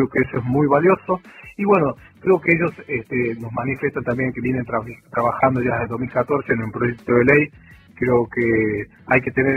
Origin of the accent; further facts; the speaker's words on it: Santa Victoria, Salta, Argentina; soy de Santa Victoria, represento a esa comunidad, vivo allá.